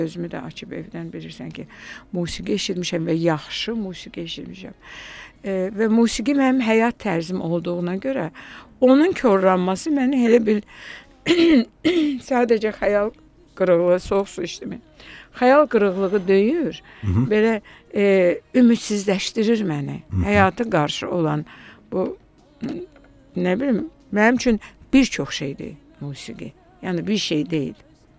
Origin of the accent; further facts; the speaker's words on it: Buzovna, Baku, Azerbaijan; mən Buzovnada böyümüşəm, nə yaxşı ki, bura var, nə yaxşı ki, mən burada gəlib qala bilirəm.